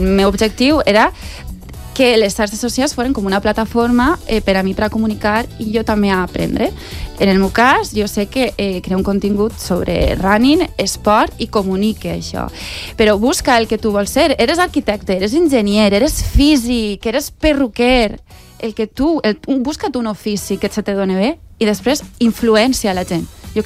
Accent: Alcoy, Valencian Community, Spain; Jo sóc alcoiana, tinc casa al Coi, casa dels meus pares.

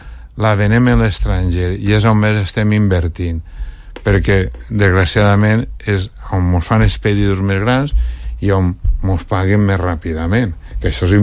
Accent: Valencian Community, Spain; som valencians

